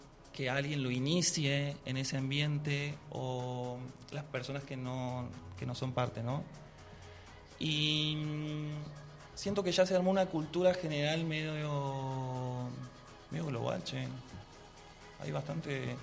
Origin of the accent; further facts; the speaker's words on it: Monteros, Tucumán, Argentina; en la parte que soy, de Monteros, Tucumán, la fortaleza del folclore.